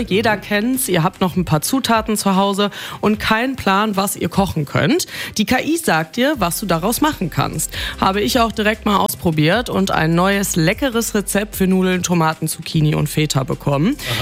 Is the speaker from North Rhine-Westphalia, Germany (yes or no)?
yes; Cologne, North Rhine-Westphalia, Germany; als Kölnerin